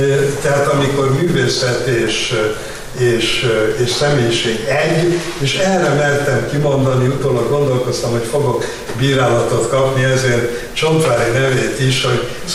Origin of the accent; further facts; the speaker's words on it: Hungary; A magyar nyelvvel őrizzük magunkat, hogy magyarok vagyunk